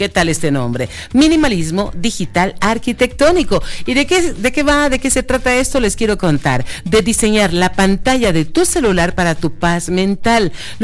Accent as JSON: {"language": "Spanish", "country": "Panama", "said": "Panamá, mi tierra Panamá"}